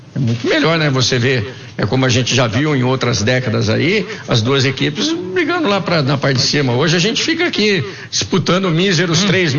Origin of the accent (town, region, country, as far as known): Campinas, São Paulo, Brazil